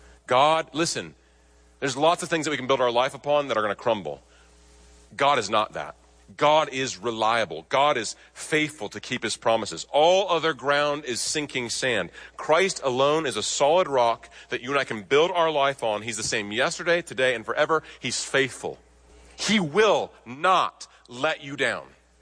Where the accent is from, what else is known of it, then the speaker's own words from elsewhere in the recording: Nebraska, United States; You city folk might not know this, but I grew up in Nebraska, and my grandpa raised cattle, and we would often go out in the morning and check on the cattle.